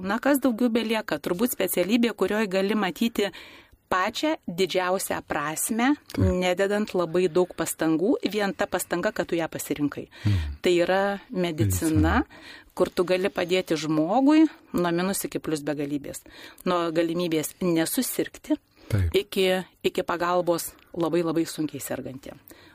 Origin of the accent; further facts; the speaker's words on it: Prienai, Kaunas County, Lithuania; moved away as an adult; Gimiau Prienuose, augau Prienuose ir baigiau vidurinę mokyklą ir iš Prienų išvažiavau į Kauną tik studijuoti medicinos.